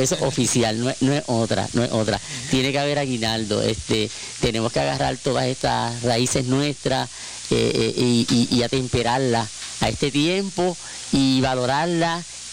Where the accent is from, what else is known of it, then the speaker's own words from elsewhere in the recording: San Germán, Puerto Rico; nosotros como puertorriqueños y como sanjermeños